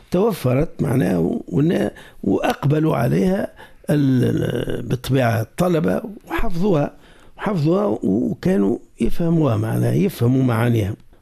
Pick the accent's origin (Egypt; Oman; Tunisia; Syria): Tunisia; لكن اللي همنا احنا في بلدنا تونس